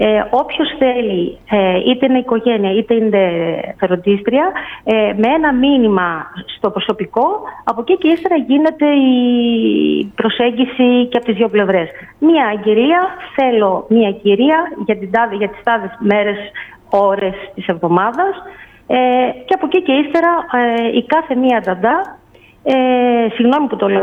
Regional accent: Thessaloniki, Central Macedonia, Greece; Ξεκίνησα με τη Θεσσαλονίκη γιατί είναι η πόλη μου.

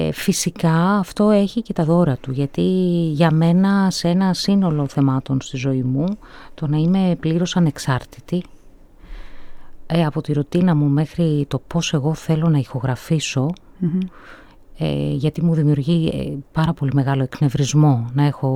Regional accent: Thessaloniki, Central Macedonia, Greece; now in Athens, Greece; μεγάλωσα στη Θεσσαλονίκη

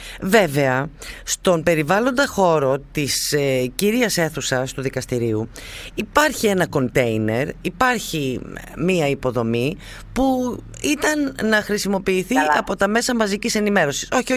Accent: Greece

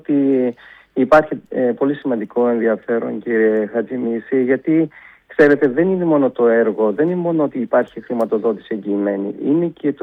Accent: Thessaloniki, Central Macedonia, Greece; εγώ σαν Θεσσαλονικιός

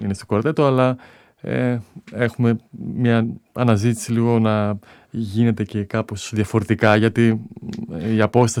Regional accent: Thessaloniki, Central Macedonia, Greece; Γεννήθηκα και μεγάλωσα στη Θεσσαλονίκη. Η πρώτη γειτονιά μου ήταν εκεί που είναι και η παρούσα.

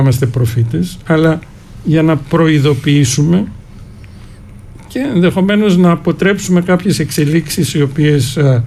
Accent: Greece

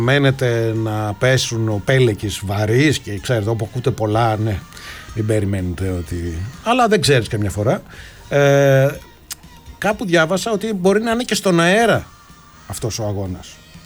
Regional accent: Heraklion, Crete, Greece; από το Ηράκλειο.

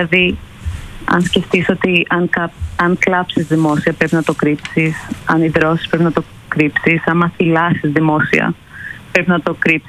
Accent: Greece; now in London, United Kingdom; Εγώ είμαι Ελληνίδα, αλλά μένω στο Λονδίνο.

